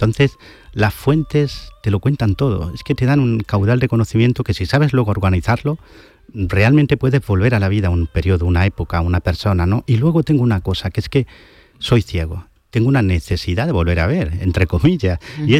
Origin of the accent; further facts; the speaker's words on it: Granada, Andalusia, Spain; Que os voy a decir en Sevilla, o yo que soy de Granada, ¿no?